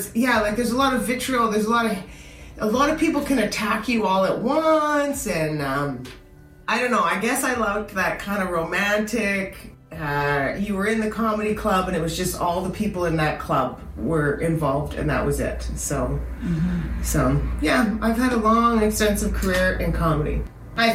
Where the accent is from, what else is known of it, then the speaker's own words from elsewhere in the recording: Canada; moved away as an adult; I'm from Canada.